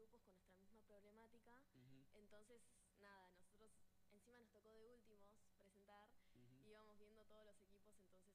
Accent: Neuquén, Argentina; Somos dos de acá en Neuquén

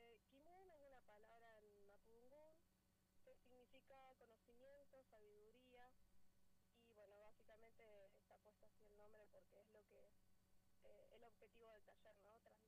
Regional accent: El Huecú, Neuquén, Argentina; Como yo soy profe del Huecú, estoy trabajando en el CP30, nacida y criada también en el Huecú

